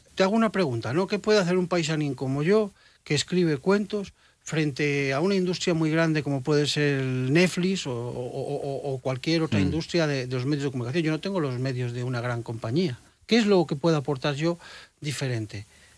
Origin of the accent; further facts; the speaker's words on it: Castile and León, Spain; voy a estar, por supuesto, en mi pueblo, el día 21 de octubre en Ciñada de Gordón